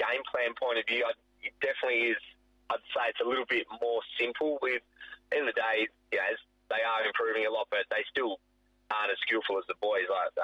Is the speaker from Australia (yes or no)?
yes; Northampton, Western Australia, Australia; We would, as you'd imagine, we were a massive footy family growing up in Northampton.